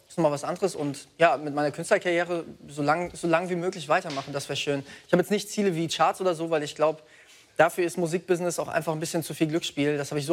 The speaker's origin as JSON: {"language": "German", "region": "Hesse", "country": "Germany", "said": "Ich komme aus Mittelhessen."}